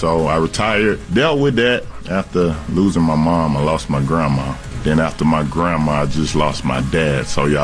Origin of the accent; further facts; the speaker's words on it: Alabama, United States; So I'm originally from Alabama, if you guys know. So this is like home.